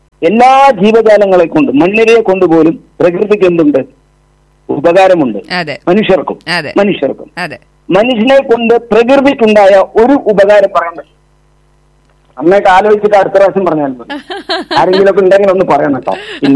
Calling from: Kanjikode, Kerala, India; Kanjikode

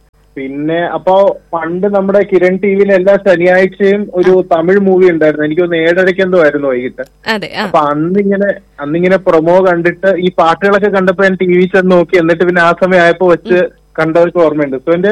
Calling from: Kochi, Kerala, India; ഞാൻ കൊച്ചിന്നാണ്.

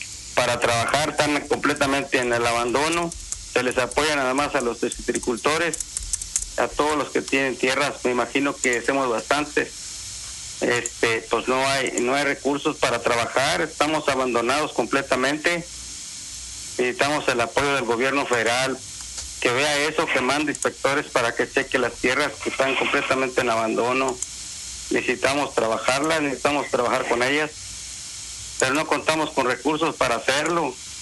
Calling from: Güémez, Tamaulipas, Mexico; Del ejido La Parrita de Güemes.

